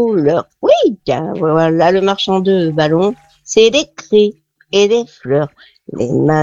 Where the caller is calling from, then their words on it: Abu Dhabi, United Arab Emirates; Je suis à Abu Dhabi